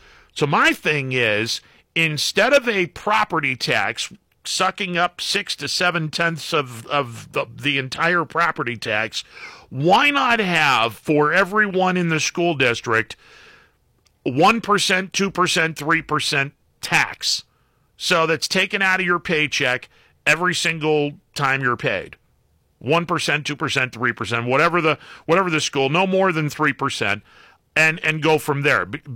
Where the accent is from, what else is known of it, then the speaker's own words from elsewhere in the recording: Columbiana County, Ohio, United States; I grew up in Columbiana County.